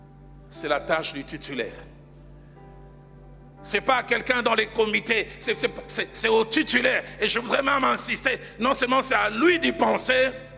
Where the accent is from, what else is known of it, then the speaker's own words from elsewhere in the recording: Kinshasa, DR Congo; Chez moi à Kinshasa